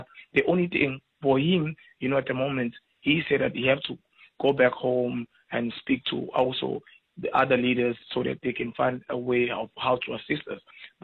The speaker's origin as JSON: {"language": "English", "country": "DR Congo", "tie": "born or raised there", "lives_now": "South Africa", "said": "Mind me, as a person that you're talking to, I'm Congolese, I'm documented, have papers, I grew up here in South Africa."}